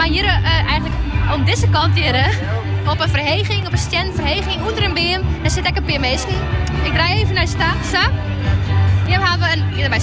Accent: Leeuwarden, Friesland, Netherlands; als mede-Ljouwter

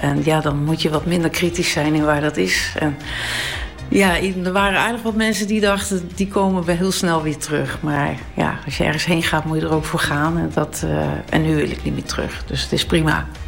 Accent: Zutphen, Gelderland, Netherlands; Ik ben geboren in Zutphen. En dat is vrij bosrijk allemaal. Dus ja, dan groei je daarin op.

